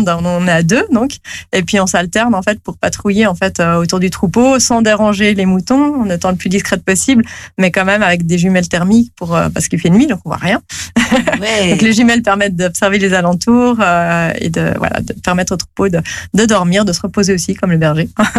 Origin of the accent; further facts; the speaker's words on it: Geneva, Switzerland; je viens de Genève, donc on a laissé à Genève tout ce qui était à Genève